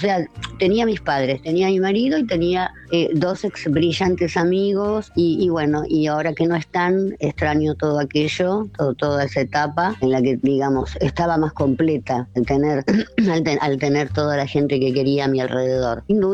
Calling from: Argentina; Hola Luisa, toda la compartida del Te Escucho … de Barrio Norte

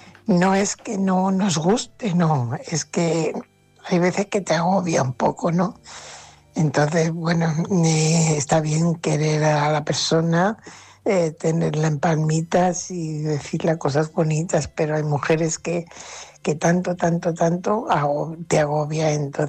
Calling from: Fuenlabrada, Community of Madrid, Spain; corresponsal de Fuenlabrada.

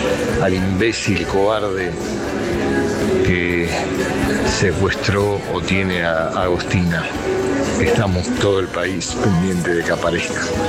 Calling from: San Martín de los Andes, Neuquén, Argentina; de San Martín de los Andes, de Neuquén.

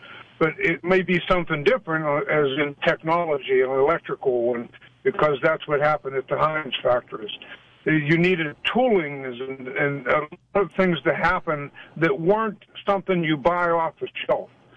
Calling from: Youngwood, Pennsylvania, United States; I'm from Pittsburgh, Youngwood area, New Stanton, Westmoreland County.

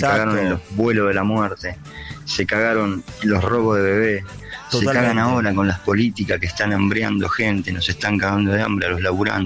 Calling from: Burzaco, Buenos Aires Province, Argentina; de Bursaco.

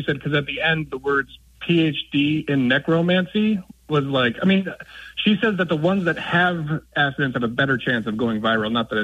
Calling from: Los Angeles, California, United States; I'm from Los Angeles.

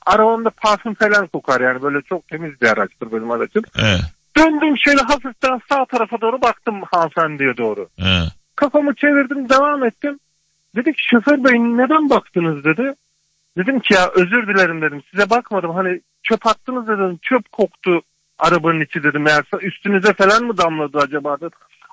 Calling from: Istanbul, Turkey; Ben İstanbul Anadolu yakasından arıyorum. Maltepe'den taksiciyim.

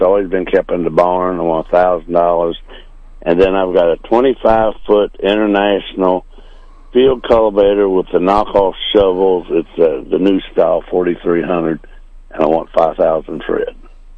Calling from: Glasgow, Missouri, United States

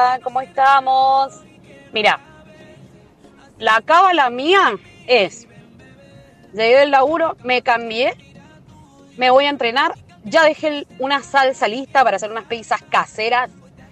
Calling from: Rivadavia, Argentina; de Rivadavia.

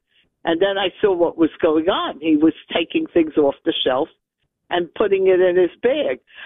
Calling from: New York City, New York, United States; I live in Borough Park.

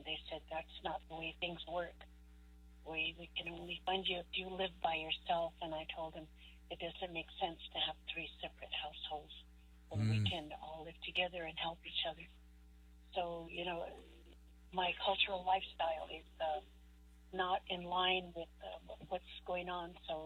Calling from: Albuquerque, New Mexico, United States

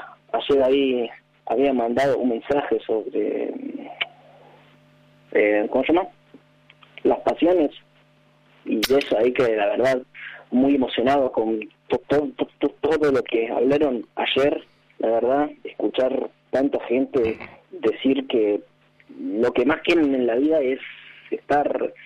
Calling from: Mar del Plata, Buenos Aires Province, Argentina; de Mar del Plata.

